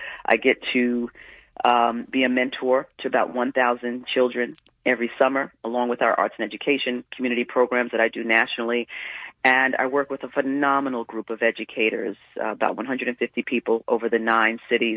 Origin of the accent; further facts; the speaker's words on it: Jamaica, Queens, New York, United States; I went to a local dance school. I'm from Jamaica, Queens, New York, and Bernice Johnson had a studio.